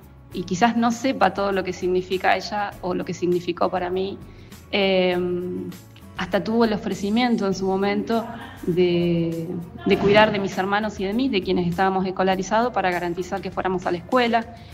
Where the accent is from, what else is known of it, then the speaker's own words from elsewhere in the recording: Río Negro, Argentina; born there; also born or lived in General Roca / Choele Choel; cuando vinimos a la región de Valle Medio, digamos, en realidad nosotros con mi familia vivíamos en Chuele